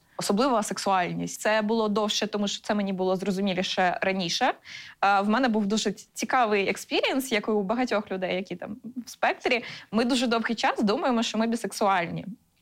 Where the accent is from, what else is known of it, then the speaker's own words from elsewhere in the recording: Mykolaiv, Mykolaiv Oblast, Ukraine; now in Kyiv, Ukraine; я взагалі з Миколаєва, але в Києві живу якийсь час. У мене мама переїхала в Київ, і я повертався назад в Миколаїв.